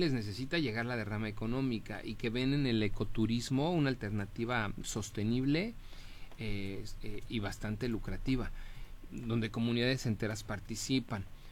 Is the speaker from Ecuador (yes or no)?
no; Mexico; born there; si yo soy mexicano … nací en México, por no ser de una comunidad indígena